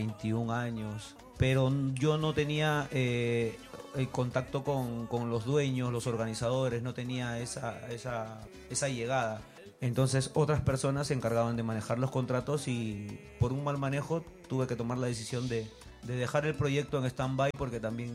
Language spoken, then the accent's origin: Spanish; Lima, Peru; Yo soy de La Victoria.